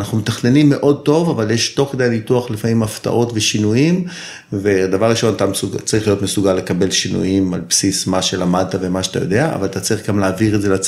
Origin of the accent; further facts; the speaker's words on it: Tel Aviv, Tel Aviv District, Israel; now in Zikhron Ya'akov, Israel; אני תל אביבי במקור, גר היום בזיכון, בן 56